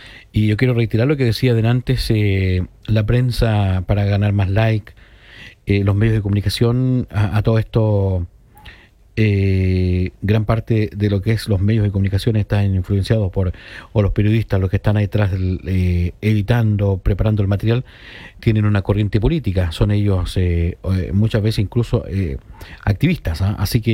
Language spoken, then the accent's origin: Spanish; Chile; todos somos chilenos